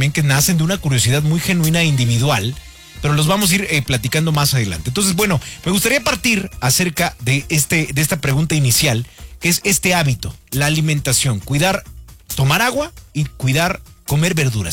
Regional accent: Mexico; como mexicanos nacimos en un lugar donde maravillosamente tenemos todos los mejores platillos del planeta.

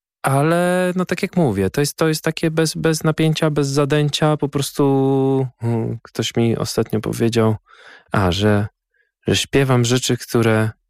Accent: Skierniewice, Łódź Voivodeship, Poland; born there; urodziłem się w Skierniewicach i po prostu to wystarczy. Nie muszę się urodzić w Warszawie, żeby robić karierę.

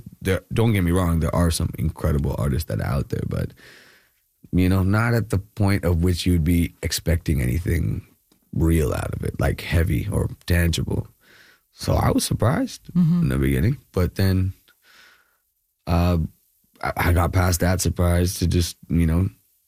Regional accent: Kerala, India; now in Bangalore, India; so I'm from Kerala, but I actually moved to Bangalore.

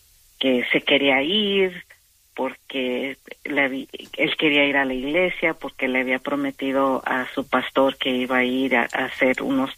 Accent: Iguala, Guerrero, Mexico; Y pues me dolió más porque yo soy de Iguala. Y ahí es donde desaparecieron, donde fueron desaparecidos los estudiantes. Fue en Iguala, como a 10 minutos de donde yo nací, de la casa donde yo nací.

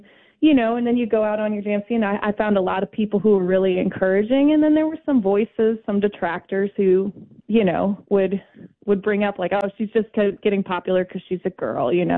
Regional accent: Kansas City, Missouri, United States; now in New Orleans, United States; my hometown of Kansas City.

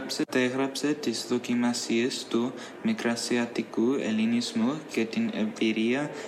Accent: Lefkada, Ionian Islands, Greece; Greek is a second language; Κατάγομαι από την Λευκάδα της Ελλάδας και μαθαίνω ελληνικά στο κολέγιο Νέστρος.

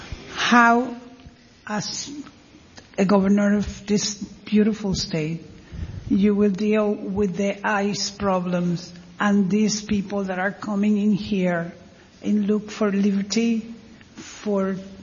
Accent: Puerto Rico; Well, I'm Puerto Rican and I'm very proud of my country and I'm very, very, very happy to be in this beautiful country

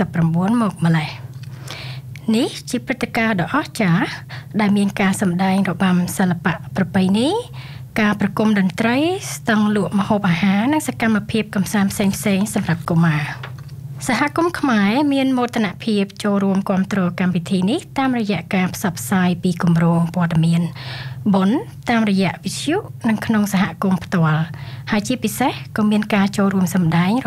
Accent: Phnom Penh, Cambodia; English is a second language; moved away as an adult; now in Alice Springs, Australia; I am from Phnom Penh, Cambodia, and I've been living in here Embattoir Alice Springs for about 2 years.

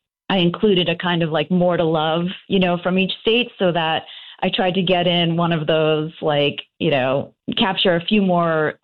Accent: New England, United States; I'm from New England. I grew up here, and I live just outside of Boston

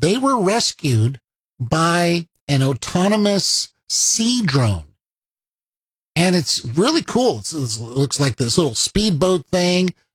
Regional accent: United States

